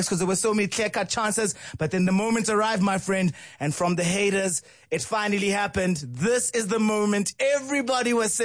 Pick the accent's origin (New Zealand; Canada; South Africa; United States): South Africa; Being South African, I genuinely mean it when I say it. I'm so proud to be South African.